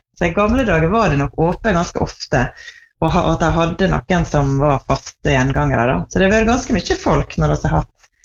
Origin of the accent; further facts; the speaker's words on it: Tresfjorden, Møre og Romsdal, Norway; Jeg vokste opp I Tresfjorden, som da på andre siden av fjellet. Da jeg var der, faren min var prest I Tresfjorden